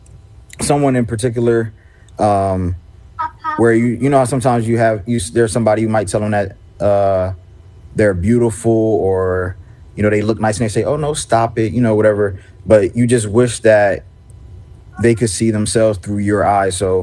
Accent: Camden, New Jersey, United States; growing up in Camden, New Jersey.

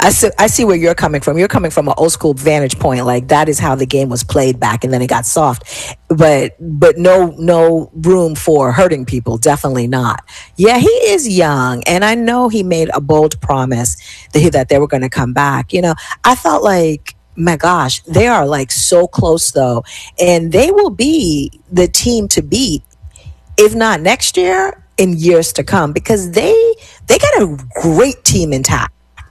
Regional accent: Jamaica; As a Jamaican

